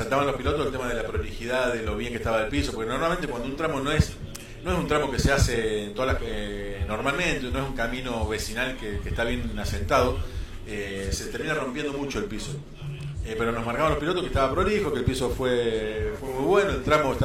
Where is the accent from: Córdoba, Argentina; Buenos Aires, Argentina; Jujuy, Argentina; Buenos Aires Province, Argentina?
Córdoba, Argentina; Villa Carlos Paz; Yo soy de Carlos Paz, te cuento.